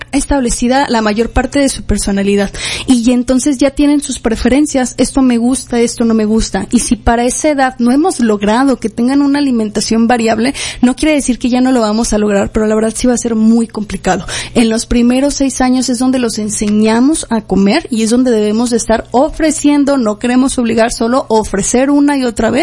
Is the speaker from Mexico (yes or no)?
yes; Mexico; Como buenos mexicanos, si nos acostumbramos a que los tiempos de comida van acompañados con salsa